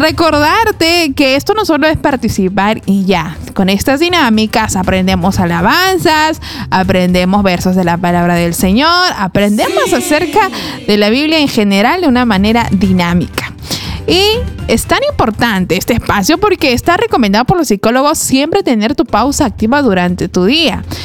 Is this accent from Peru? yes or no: yes; Pisco, Ica, Peru; yo también soy de Pisco.